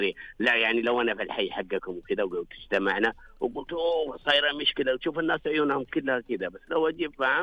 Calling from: Dammam, Eastern Province, Saudi Arabia; من الدمام. من الدمام.

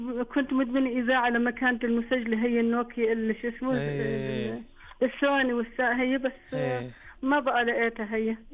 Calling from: Syria

